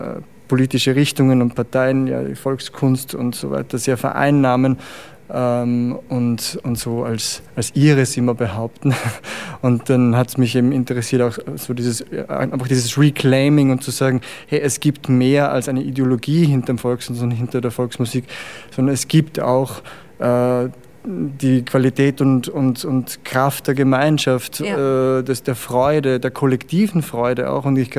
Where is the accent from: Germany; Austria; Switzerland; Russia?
Austria; Andorf, Upper Austria; moved away; also born or lived in Vienna / Brussels; Also ich bin selber am Land aufgewachsen in Oberösterreich, also Andorf, Innviertel